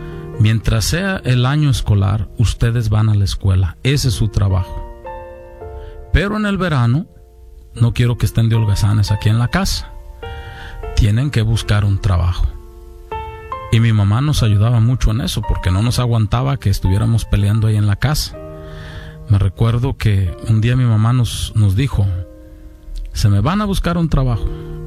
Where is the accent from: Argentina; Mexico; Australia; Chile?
Mexico; Zapotitlán de Vadillo, Jalisco; also born or lived in Guadalajara; aunque nací en Guadalajara, pasé mis primeros años en un pueblito del sur de Jalisco, allá en México, que se llama Zapotitlán de Vadillo. Es un pueblo de campesinos